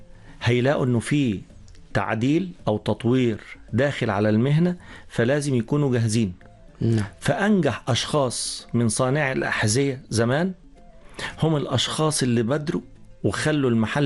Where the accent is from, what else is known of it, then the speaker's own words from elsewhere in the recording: Egypt; إحنا عندنا في مصر كمان في تنوع شوية في التضاريس، لكن ما عندناش مدن وازدحام سكاني في مناطق جبلية